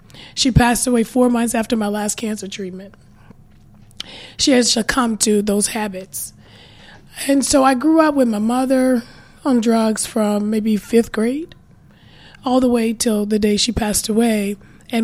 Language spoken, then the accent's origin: English; Little Rock, Arkansas, United States; So I grew up in Hollingwood Projects off 12th Street back in the 80s and 90s.